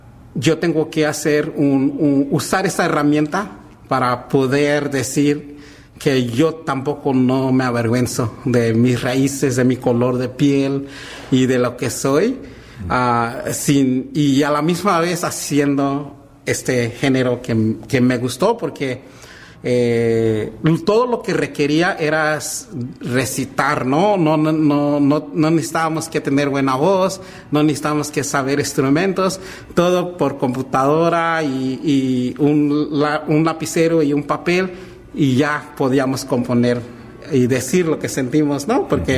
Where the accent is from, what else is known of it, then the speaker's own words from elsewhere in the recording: Mexico; first language Mixtec; Spanish is a second language; me di cuenta que podía hacerlo en mi lengua nativa, que es el mixteco.